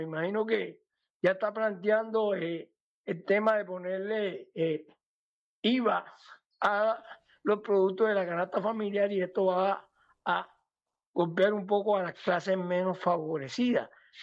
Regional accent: Colombia; son temas que a uno le preocupan como colombiano.

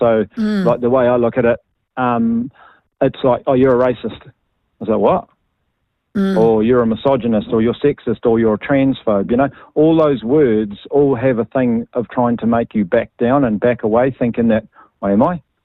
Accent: Auckland, New Zealand; I grew up in South Auckland

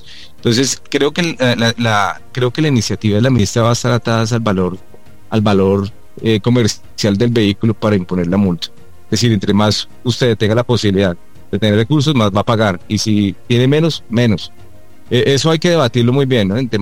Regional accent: Bogotá, Colombia; Yo soy bogotano y vivo en Bogotá, sí, señor.

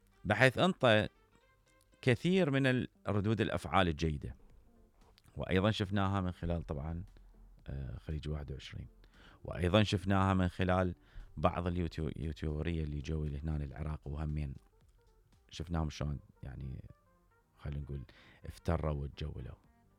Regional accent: Iraq; moved away; من العراقيين

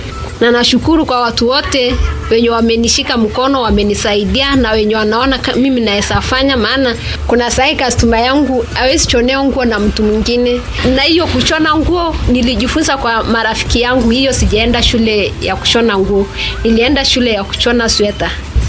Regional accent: Samburu County, Kenya; nimetoka Samburu County.

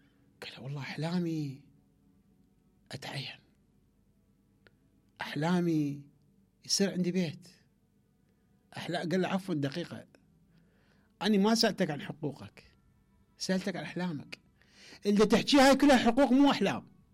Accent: Iraq; مو لأن احنا عراقيين

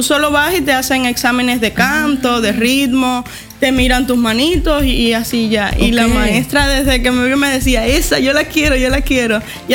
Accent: Cuba; moved away; vengo de Cuba. Entonces empecé a estudiar allá desde los 8 años.

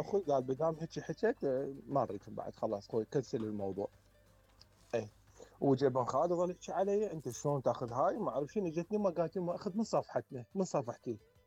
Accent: Iraq; moved away as an adult; also born or lived in Syria; now in Germany; أنا من زمان طالع من العراق، من يعني صار لي 25 سنة من 95 طلعت من العراق. ورحت السورية ورحت بعدين طلعت الألمانية.

